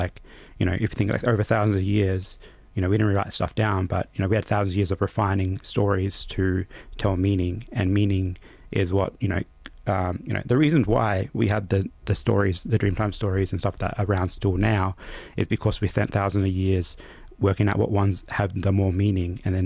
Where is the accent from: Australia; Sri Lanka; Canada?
Australia; Central Australia; also born or lived in Adelaide; I'm from Central Australia, so every time I worked down in Adelaide, right, like, I was a guest.